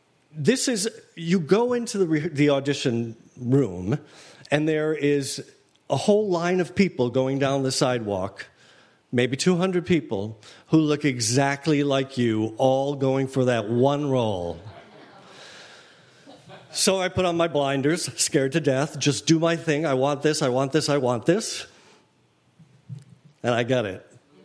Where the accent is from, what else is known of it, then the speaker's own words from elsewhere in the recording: Boston, Massachusetts, United States; I grew up in Boston, Massachusetts, a small suburb, middle class, just outside Boston, actually. And there were seven of us in the family.